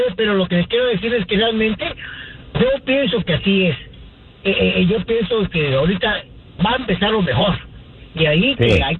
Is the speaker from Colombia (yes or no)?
no; Guatemala; Porque yo estoy casado con una mexicana. Yo soy guatemalteco y mis hijos son mexicanos, guatemaltecos y estadounidenses.